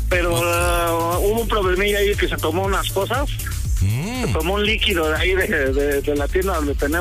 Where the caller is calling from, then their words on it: Mexico; Yo estoy en Tlalpan, al lado del aeropuerto AIFA.